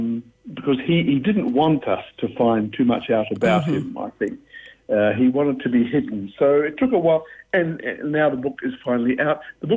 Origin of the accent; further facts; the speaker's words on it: New Zealand; now in Western Australia, Australia; I'm a New Zealander. I was born and bred in New Zealand, and I only became an Australian citizen a few years ago.